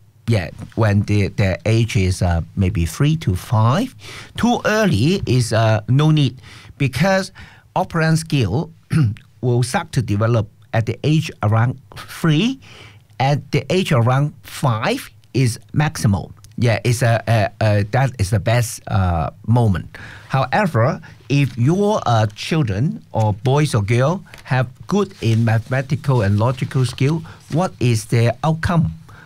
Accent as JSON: {"language": "English", "country": "Hong Kong", "second_language": "English", "said": "So I'm from Hong Kong, that's why I very support them, especially the tennis."}